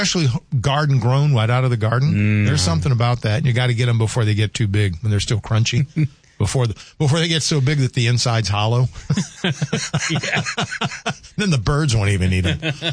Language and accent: English; Louisiana, United States; Well, I'm from Louisiana.